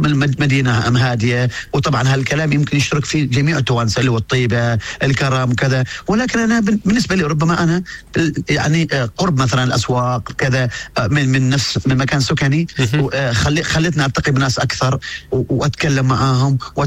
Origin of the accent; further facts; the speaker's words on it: Oman; accent: Omani; أنا بتكلم لغتي العمانية